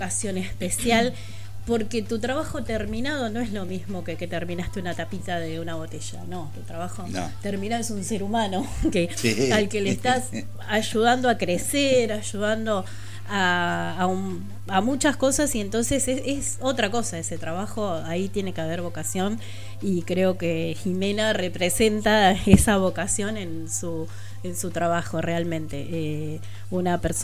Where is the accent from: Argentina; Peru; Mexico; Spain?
Argentina; somos argentinos que aman a su país